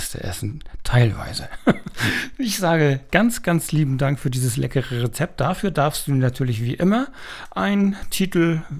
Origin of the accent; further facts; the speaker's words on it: Schleswig-Holstein, Germany; wir kommen ja aus Schleswig-Holstein, nahe Dänemark